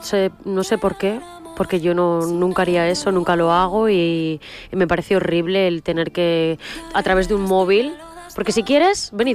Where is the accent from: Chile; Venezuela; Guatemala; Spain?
Spain; Zaragoza, Aragon; Yo ahora paso mucho tiempo fuera de mi ciudad, estoy súper poco, menos de lo que me gustaría. Entonces es lo que más añoro, lo que más echo de menos, mi barrio, mi tierra, Zaragoza